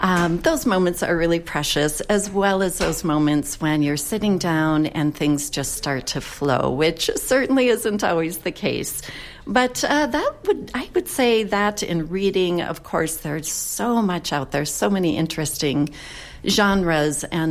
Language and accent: English; Northfield, Minnesota, United States; I'm from Northfield, Minnesota.